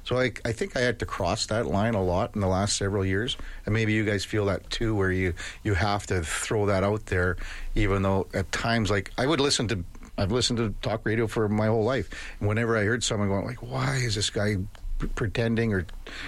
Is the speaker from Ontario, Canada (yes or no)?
no; Melville, Saskatchewan, Canada; when I grew up in Melville, Saskatchewan, there was a rec hockey team called the Melville Bombers